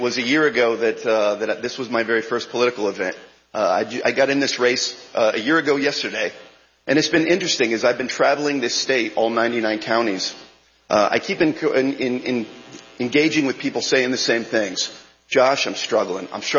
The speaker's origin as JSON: {"language": "English", "town": "Council Bluffs", "region": "Iowa", "country": "United States", "tie": "born or raised there", "said": "A little about me, born and raised in Council Bluffs, Iowa. I'm born in a working class family in a working class community."}